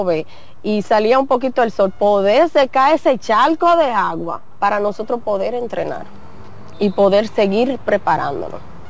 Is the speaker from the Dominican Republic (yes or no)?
yes; Dominican Republic